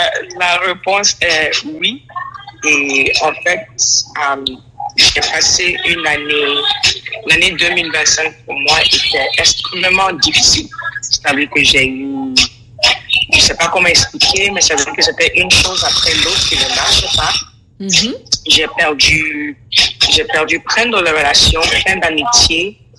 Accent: Conakry, Guinea; born there; Moi, je suis née en Guinée-Conakry, mais mes études sont basées sur le Ghana

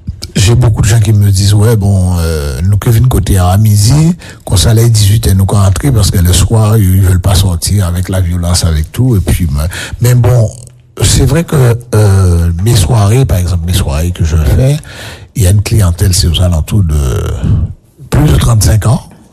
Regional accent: Le Gosier, Guadeloupe; Parce que je suis du Gosé, à l'époque, il y avait beaucoup de boîtes de nuit.

